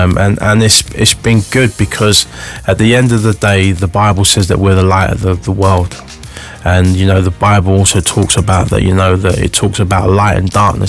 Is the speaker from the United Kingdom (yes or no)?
yes; London, United Kingdom; now in Barnsley, United Kingdom; I don't do north. I'm a Londoner.